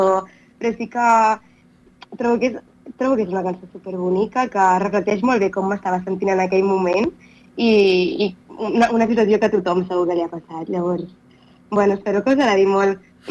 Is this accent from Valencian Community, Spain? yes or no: no; Catalonia, Spain; jo soc de l'Alt Empordà